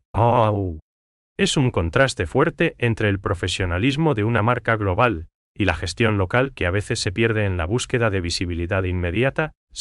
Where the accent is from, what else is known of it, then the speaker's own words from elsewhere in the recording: Paraguay; nosotros, como paraguayos